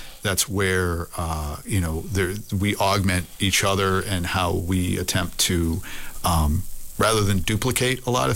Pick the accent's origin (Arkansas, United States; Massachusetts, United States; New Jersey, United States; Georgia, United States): Massachusetts, United States; Boston; where I'm from, thus my accent, we would call it the Boston Modified